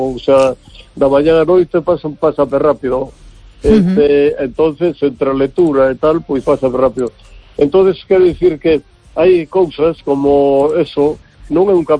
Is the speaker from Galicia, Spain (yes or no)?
yes; Vigo, Galicia, Spain